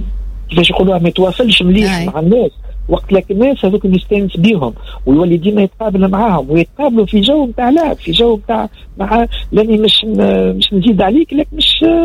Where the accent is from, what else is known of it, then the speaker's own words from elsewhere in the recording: Tunis, Tunis Governorate, Tunisia; عندنا في تونس العاصمة.